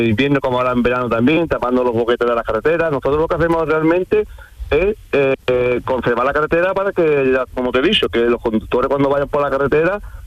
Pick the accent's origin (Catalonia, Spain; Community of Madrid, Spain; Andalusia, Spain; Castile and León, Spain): Andalusia, Spain; Medina Sidonia; yo estoy ahora mismo en Medina Sidonia, que es mi pueblo, un pueblo de Cádiz, un pueblo súper bonito.